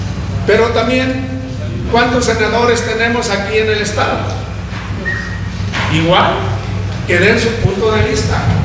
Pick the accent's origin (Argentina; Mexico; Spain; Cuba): Mexico; Zacatecas; nosotros somos zacatecanos, somos parte del Estado y también somos mexicanos.